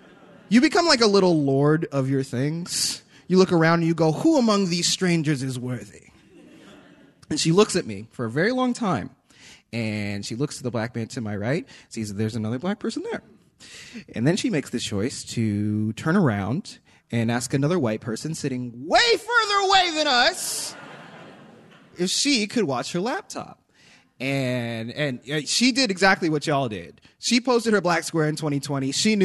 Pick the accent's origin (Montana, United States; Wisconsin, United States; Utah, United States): Utah, United States; Salt Lake City; I'm adopted, and I talk about it. I grew up in an all-white place. I grew up in Salt Lake City, Utah.